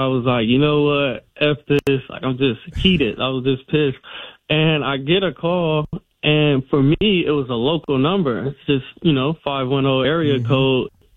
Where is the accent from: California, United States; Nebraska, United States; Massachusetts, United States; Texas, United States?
California, United States; San Francisco; So I actually grew up a Niner fan. I grew up in Hunters Point, which was right across the street from the old Candlestick Park Stadium.